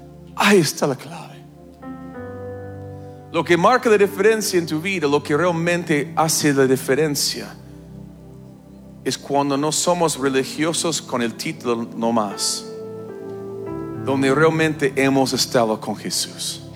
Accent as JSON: {"language": "Spanish", "country": "Canada", "moved": "as an adult", "lives_now": "Argentina", "said": "Vuelvo a Canadá. Y ya hace 18 años que vivo acá. Y te digo, casi soy más argentino que canadiense ahora."}